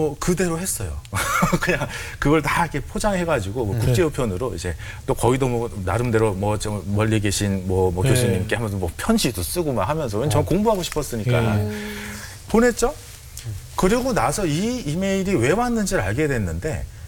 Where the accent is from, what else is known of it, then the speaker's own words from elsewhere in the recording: South Korea; 저는 뭐 그냥 저는 한국인으로서 해야 될 말이라고 생각했는데